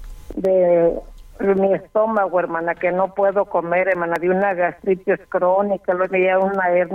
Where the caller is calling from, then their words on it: Guadalupe, Nuevo León, Mexico; De aquí, de Guadalupe.